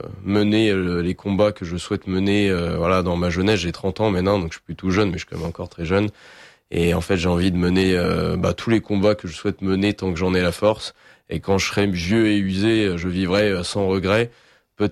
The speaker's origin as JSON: {"language": "French", "country": "France", "moved": "yes", "lives_now": "Poland", "said": "je vis en Pologne les trois quarts de l'année, parce que je ne peux pas vivre sans revenir en France quand même souvent."}